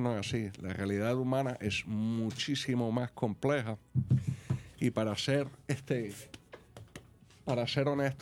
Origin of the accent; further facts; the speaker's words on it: Madrid, Community of Madrid, Spain; moved away; also born or lived in Puerto Rico; yo, aunque nací en Puerto Rico, me crié en Madrid, en España